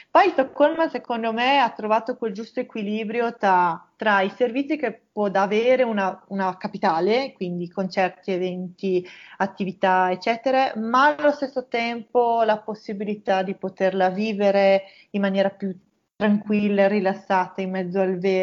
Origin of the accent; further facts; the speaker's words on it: Friuli-Venezia Giulia, Italy; now in Stockholm, Sweden; Io sono friulana, provengo dalle montagne